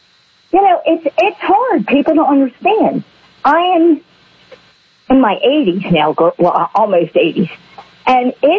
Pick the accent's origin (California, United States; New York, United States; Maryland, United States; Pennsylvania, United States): Maryland, United States; Baltimore; I was born and raised in Dundalk, not Dundalk, I lived Dundalk, Baltimore City.